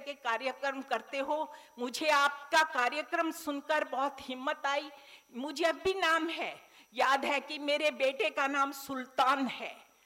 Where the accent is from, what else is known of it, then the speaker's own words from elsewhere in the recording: Haryana, India; मैं एक ग्रामीण अंचल से हूँ, एक जाट परिवार से हूँ, सै और शै का अंतर ही नहीं पता था